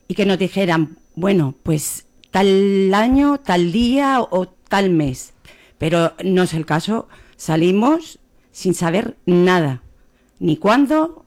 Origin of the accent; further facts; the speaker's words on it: Guardamar del Segura, Valencian Community, Spain; Sí, yo soy de Guardamar del Segura, entonces me acerqué a ver dónde estaba ese centro